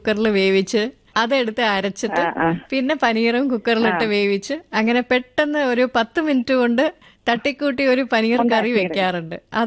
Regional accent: Thiruvananthapuram, Kerala, India; എന്റെ വീട് തിരുവനന്തപുരത്താണ്.

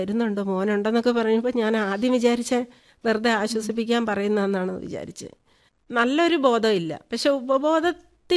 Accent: Rajakkad, Kerala, India; ഇടുക്കിയിലാണ്, Idukki Rajakkad.

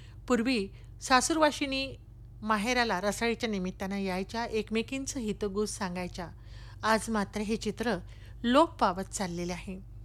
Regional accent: Maharashtra, India; तुम्ही कुठले, आम्ही विदर्भातले

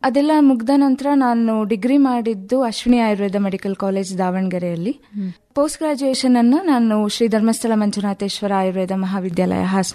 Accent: Karnataka, India; moved away as an adult; also born or lived in Chikkamagaluru / Davanagere; now in Hassan, India; ನಾನು ಇಲ್ಲೇ ಬೇಲೂರು ತಾಲೂಕಿನ ಒಂದು ಪುಟ್ಟ ಗ್ರಾಮ ಮಂಡಲ ಮನೆ ಅಂತ ಹೇಳಿ.

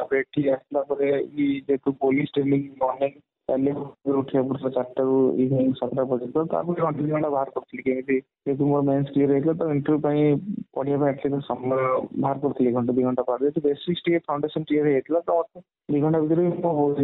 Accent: Odisha, India; School ତ ମୋର ପୁରା ଆମ ଗାଁ ସ୍କୁଲ ଥିଲା, ଓଡ଼ିଆ ମିଡିୟମ। ତାପରେ ଆସିଥିଲି ମୁଁ ଫକୀରମୋହନ ବାଲେଶ୍ୱର କଲେଜ ବାଲେଶ୍ୱର, ସେଠି ମୋର +2 ଥିଲା।

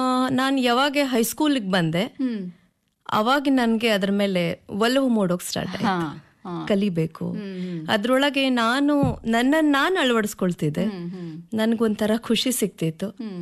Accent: Raichur, Karnataka, India; ನನ್ನ ಹುಟ್ಟೂರು ರಾಯಚೂರು. ನಾನು ಮೂಲತಃ ರಾಯಚೂರಿಂದ ಬಂದಳು. ನನ್ನ ಬಾಲ್ಯ ಎಲ್ಲ ರಾಯಚೂರಲ್ಲಿ ಆಗಿದ್ದು.

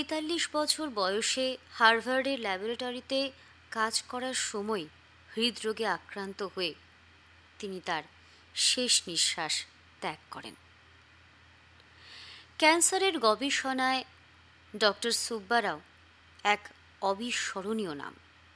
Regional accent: India; born there; এমন এক দেশে আমরা জন্মেছি যেখানে ভারত মাতার এই মহান পুত্ররা জন্মগ্রহণ করেছিলেন।

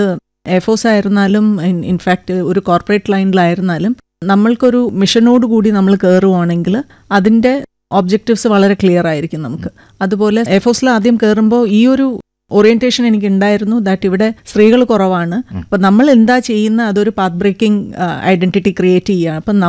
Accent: Bokaro, Jharkhand, India; born or raised there

